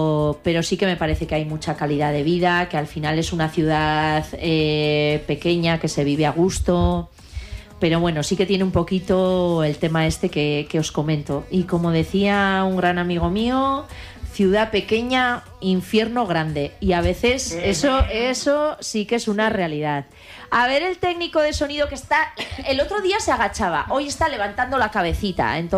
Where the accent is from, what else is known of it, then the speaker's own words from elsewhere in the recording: Pamplona, Navarre, Spain; Yo soy de Pamplona de toda la vida.